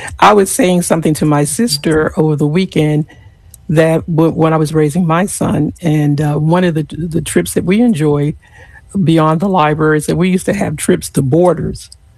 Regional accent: New York, United States; and I'm New York born, so I was born in New York.

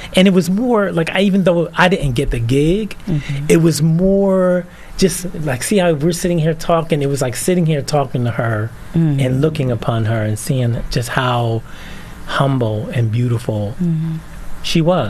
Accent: Philadelphia, Pennsylvania, United States; moved away; also born or lived in Los Angeles; You know, I'm born and raised in Philly.

